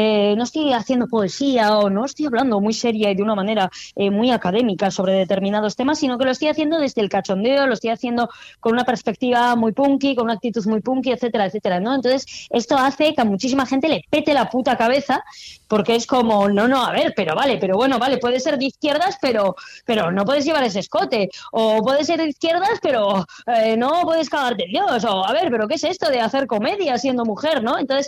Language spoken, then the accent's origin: Spanish; Basque Country, Spain; Pues mientras que aquí tenemos en Euskal Herria ¿sabes? O sea, en mi país tenemos nuestro pequeño ámbito cultural